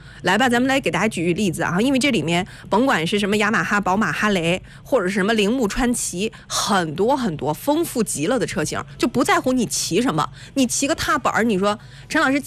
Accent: Liaocheng, Shandong, China; 然后再加上在当地我们自己生于斯长于斯的这片土地上，我们也要奉献我们自己的一份责任和能力

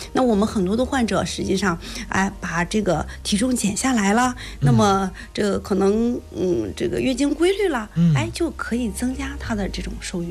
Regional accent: China; 尤其是我们中国人坐月子呀，

